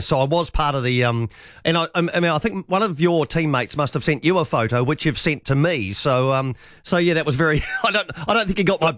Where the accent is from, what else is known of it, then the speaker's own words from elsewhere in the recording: Wellington, New Zealand; Look, as you know, I'm from Wellington.